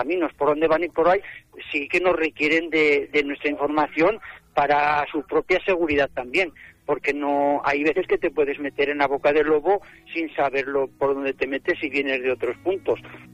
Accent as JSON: {"language": "Spanish", "town": "Luesia", "region": "Aragon", "country": "Spain", "said": "Sí, sí, soy de aquí de Luesa, sí. Tengo mi explotación aquí en Luesa."}